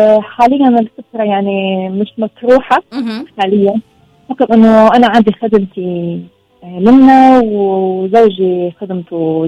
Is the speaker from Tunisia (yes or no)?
yes; Tunisia; accent: Tunisian; باش نبقى نحكي على اللهجه التونسيه